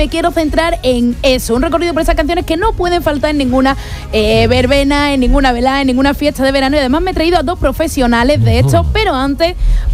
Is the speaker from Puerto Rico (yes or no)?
no; Andalusia, Spain; aquí somos distintos puntos de Andalucía